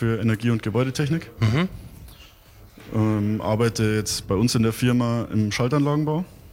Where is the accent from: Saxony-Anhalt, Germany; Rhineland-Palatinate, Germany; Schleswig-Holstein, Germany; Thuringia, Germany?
Saxony-Anhalt, Germany; Magdeburg; now in Wunsiedel, Germany; Ich komme aus Magdeburg.